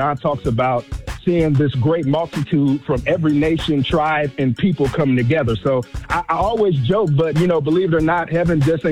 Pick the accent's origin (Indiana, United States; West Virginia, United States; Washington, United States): Indiana, United States; Gary; Yes, well, I'm born and raised in Gary, Indiana. I grew up in church.